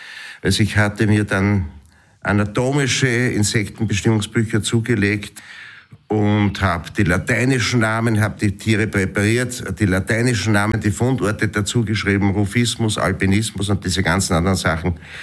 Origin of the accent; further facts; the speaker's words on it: Gmunden, Upper Austria, Austria; born there; moved away as an adult; also born or lived in Schärding am Inn / Vienna; now in Burgenland, Austria; Ich wurde 1962 in Schärding am Inn geboren, also sehr weit weg vom Burgenland. War 9 Jahre Schärding, Volksschule und so weiter, dann eine Übersiedlung nach Gmunden, dort das Bundesgymnasium, Matura, und bin dann unmittelbar nach der Matura nach Wien gegangen